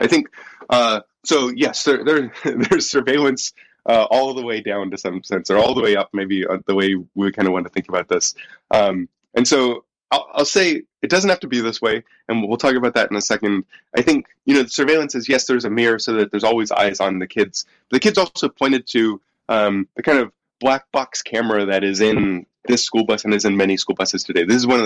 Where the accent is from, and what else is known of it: United States